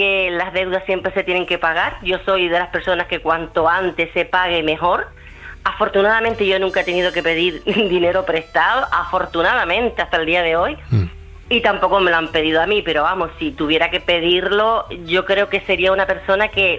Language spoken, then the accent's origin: Spanish; Canary Islands, Spain; ¿qué te voy a decir yo que soy una canariona? Yo soy enamorada de mi tierra, porque soy una enamorada de mi tierra y de todas mis islas